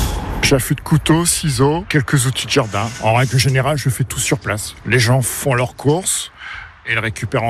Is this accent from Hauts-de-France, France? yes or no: yes; Corbie, Hauts-de-France, France; Je suis à Corbie, je suis d'ici.